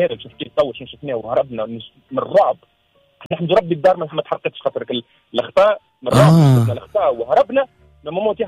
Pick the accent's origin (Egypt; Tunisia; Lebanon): Tunisia; زاد في بيريود وانا صغير مزيت نعيش في تونس